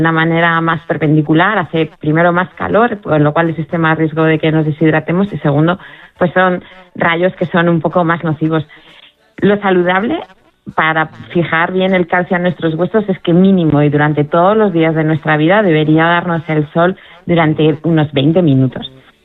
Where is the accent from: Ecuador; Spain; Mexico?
Spain; lo que pasa es que somos españoles, entonces la mañana pues empieza tarde para nosotros